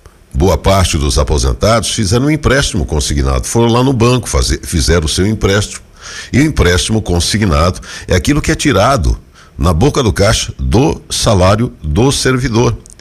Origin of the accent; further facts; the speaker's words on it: Brazil; born there; Meus filhos moram aqui, né? A gente tem os netos, tem uma história, nós nascemos aqui em Itacoaritinga